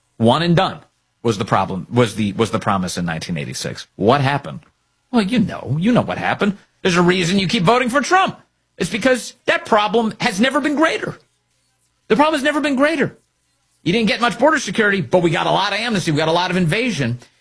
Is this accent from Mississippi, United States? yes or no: no; South Carolina, United States; born there; I was a Marine brat, you know, so we moved all over the place. But that's the place I was born. I was born in South Carolina.